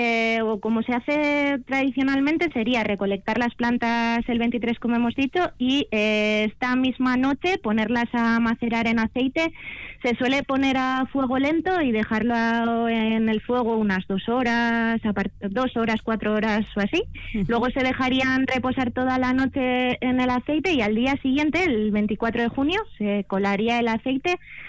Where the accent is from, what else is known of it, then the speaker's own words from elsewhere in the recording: Vitoria-Gasteiz, Basque Country, Spain; Yo soy de Gasteiz, pero bueno, llevo ya años viviendo en Araya